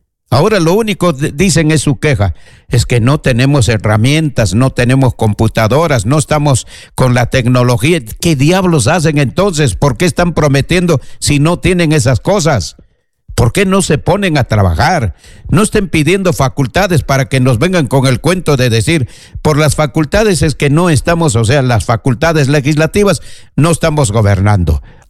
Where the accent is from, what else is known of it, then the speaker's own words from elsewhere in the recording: Peru; En el Perú tenemos gente